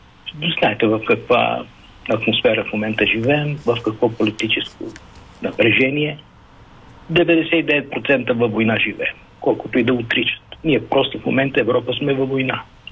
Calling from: Sofia, Sofia City, Bulgaria; от София.

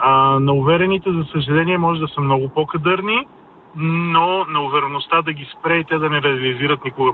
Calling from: Sofia, Sofia City, Bulgaria; Добро утро! … съм от София

